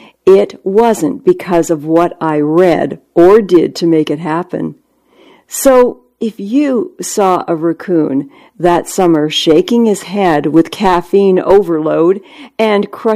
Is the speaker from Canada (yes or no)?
yes; Ontario, Canada; moved away; the area where I grew up in Ontario, Canada